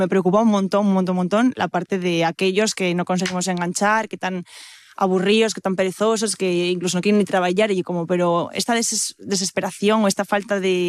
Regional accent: Asturias, Spain; pero son de fuera. Son de Cantabria y de Valladolid, pero yo nací aquí, o sea, yo sí soy de aquí, entonces puedo decir, ahora mismo, viviendo en Oviedo, a pesar de ser de la cuenca

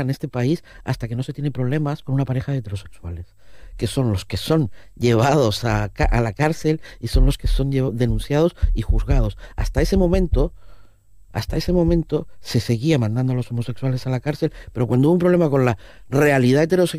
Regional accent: Cantabria, Spain; como soy cántabro, puedo decirlo aquí.

